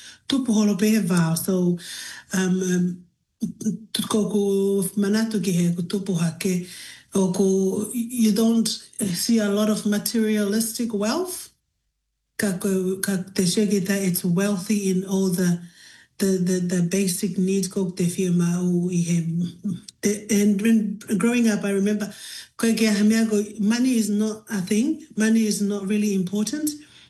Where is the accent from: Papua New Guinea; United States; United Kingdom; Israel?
Papua New Guinea; Highlands; We have very, fond memories growing up in Papua New Guinea.